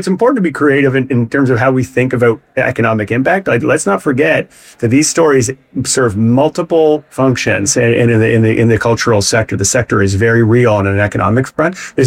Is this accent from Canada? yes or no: yes; Fredericton, New Brunswick, Canada; also born or lived in Sackville, New Brunswick; Fredericton right now in my hometown